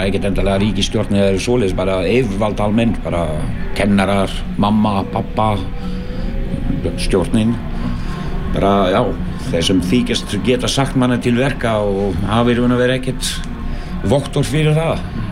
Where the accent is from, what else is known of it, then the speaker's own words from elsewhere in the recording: Belgium; now in Iceland; Ég er upprunalega frá Belgíu og kom hérna sem sagt sent 81.